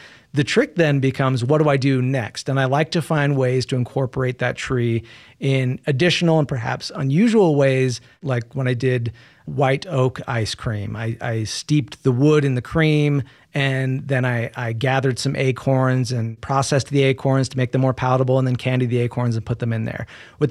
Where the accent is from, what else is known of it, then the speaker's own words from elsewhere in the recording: Utah, United States; I'm from Utah. I spent a lot of time in the mountains.